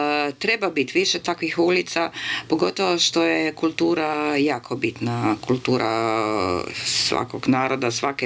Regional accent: Zagreb, City of Zagreb, Croatia; Pa meni je ova ulica mog djetinjstva, ali ja sam rođena, moja soba je bila na Preradovićevoj. Ja sam rođena Andrije Hebranga 22, Preradovića 27.

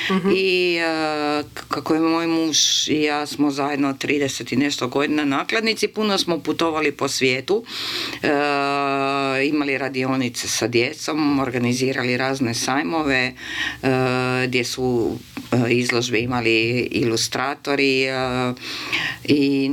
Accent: Zagreb, City of Zagreb, Croatia; Pa meni je ova ulica mog djetinjstva, ali ja sam rođena, moja soba je bila na Preradovićevoj. Ja sam rođena Andrije Hebranga 22, Preradovića 27.

